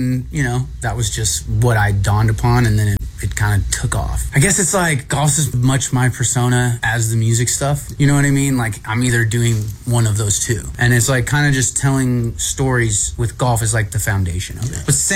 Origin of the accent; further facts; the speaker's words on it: Tulsa, Oklahoma, United States; moved away as an adult; also born or lived in Los Angeles; now in Oklahoma City, United States; And I'm from Tulsa, but moved here 18, haven't left.